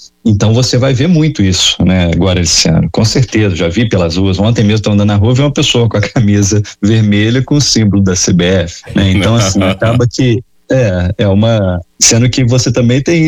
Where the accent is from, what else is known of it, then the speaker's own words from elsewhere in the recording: Juiz de Fora, Minas Gerais, Brazil; E nós que somos do litoral de Minas, né, de Juiz de Fora, ou interior do Rio